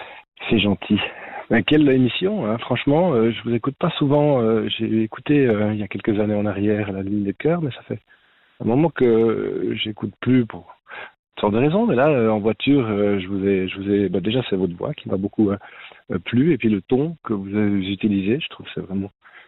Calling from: Switzerland; Alors, je suis au bord du lac de Neuchâtel, là.

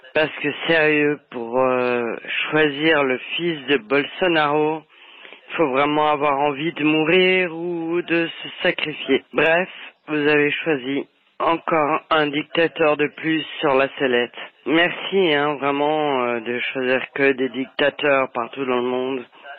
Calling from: Geneva, Switzerland; de Genève.

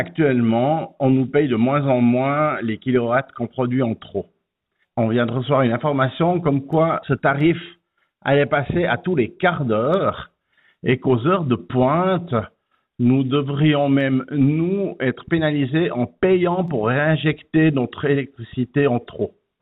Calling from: Saint-Gingolph, Valais, Switzerland; j'habite à Saint-Gingolph, Suisse.

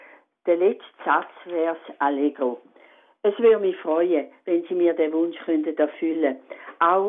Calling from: Herisau, Appenzell Ausserrhoden, Switzerland; aus Herisau.

